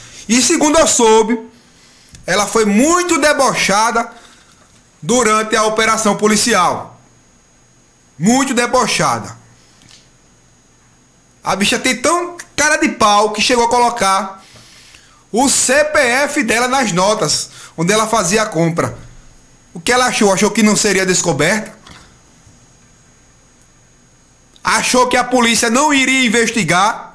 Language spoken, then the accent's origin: Portuguese; Brazil; esse povo aí da Vila Matias, um bairro onde eu nasci, me criei. Moro lá até hoje. Então eu tenho orgulho de morar nesse bairro muito querido mesmo